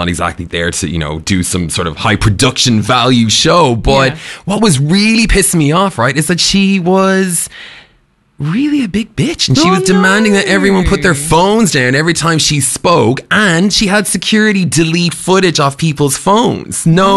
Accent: Ireland; I'm Irish.

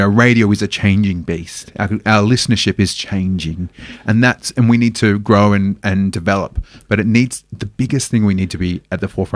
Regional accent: Perth, Western Australia, Australia; I'm originally from Perth.

